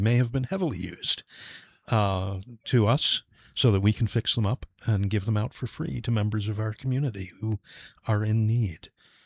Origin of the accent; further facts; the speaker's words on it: New Jersey, United States; moved away as an adult; also born or lived in Bronx, New York; now in Nashua, United States; I was born in the Bronx, New York, and grew up in New Jersey. Yeah.